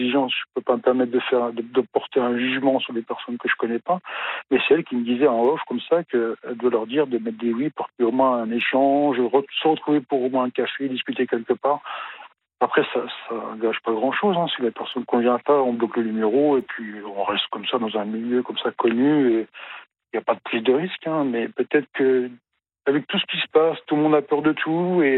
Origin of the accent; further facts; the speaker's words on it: Grand Est, France; Non, mais comme je suis lorrain, vosgien d'origine, du coup.